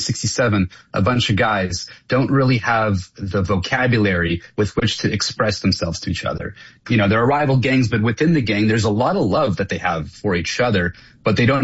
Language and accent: English; Toronto, Ontario, Canada; born or raised there